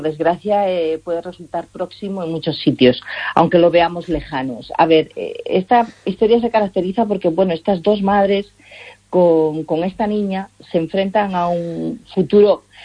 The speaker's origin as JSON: {"language": "Spanish", "region": "Galicia", "country": "Spain", "said": "yo digo, bueno, los que somos muy gallegos, ¿no? En algunas zonas decimos, uy, mira esas nubes"}